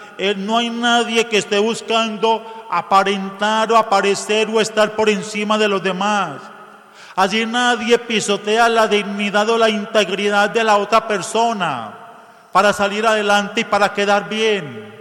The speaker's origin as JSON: {"language": "Spanish", "country": "Colombia", "said": "como pueblo, como familia colombiana"}